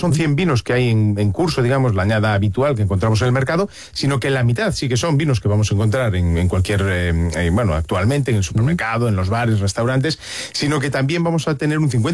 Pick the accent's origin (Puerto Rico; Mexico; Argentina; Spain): Spain; Galicia; Como buen gallego, depende.